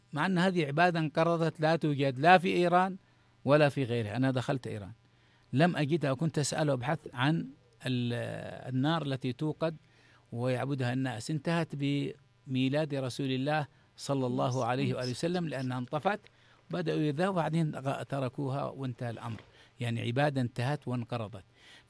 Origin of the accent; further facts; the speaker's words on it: Yemen; عندنا في اليمن